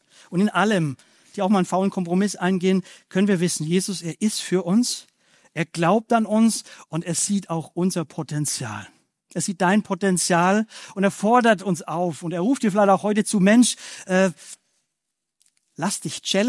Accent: Bavaria, Germany; Bei mir, ich komme so aus dem Bayerischen, Fränkischen, habe ich ja schon gesagt, da hieß es immer, was sagt Leute?

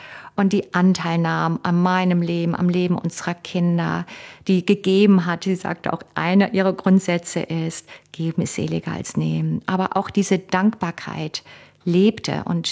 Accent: Cologne, North Rhine-Westphalia, Germany; für mich als Kind in Köln aufgewachsen

